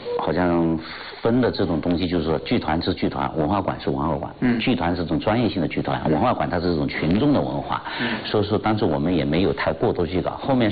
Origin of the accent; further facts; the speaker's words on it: Jiangxi, China; 我们湘西这边都是属于采茶戏，我们的吉安采茶戏，赣南这个赣南采茶戏，是这样。